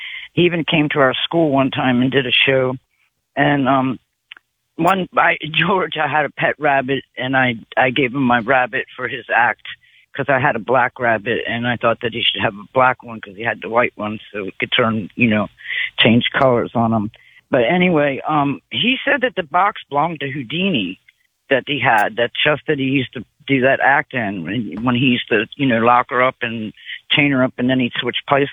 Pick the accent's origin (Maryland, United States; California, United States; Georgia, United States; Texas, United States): Maryland, United States; Baltimore; When I was growing up in Baltimore